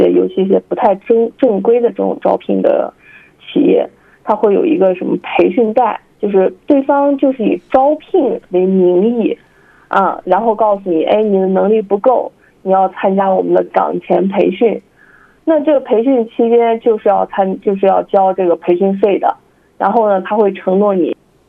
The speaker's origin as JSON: {"language": "Chinese", "region": "Xinjiang", "country": "China", "said": "咱们新疆"}